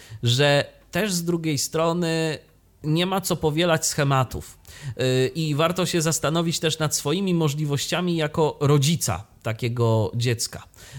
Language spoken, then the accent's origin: Polish; Iława, Warmian-Masurian Voivodeship, Poland; ja akurat jestem z Iławy, to jest miasto stosunkowo niewielkie